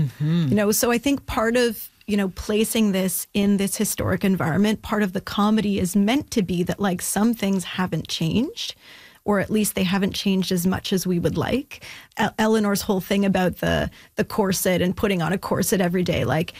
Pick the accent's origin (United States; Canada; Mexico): Canada; Ottawa, Ontario; I'm actually from Ottawa originally, but I did come with when I visited friends and family in the city.